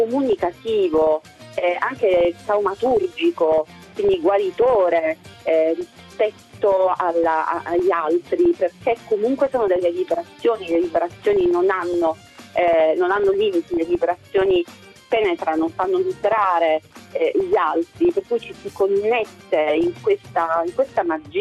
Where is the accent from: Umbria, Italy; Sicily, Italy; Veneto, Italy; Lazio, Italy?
Sicily, Italy; io ovviamente conosco il siciliano, è la mia lingua, io sono siciliana puro sangue, per cui il siciliano per me è parte di me. Nonostante questo non è diciamo il linguaggio che io utilizzo usualmente